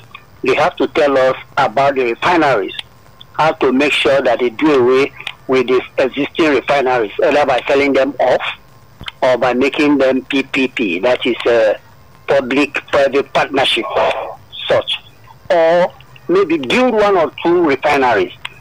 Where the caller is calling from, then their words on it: Nigeria; I'm calling from Abanja in Ekosun.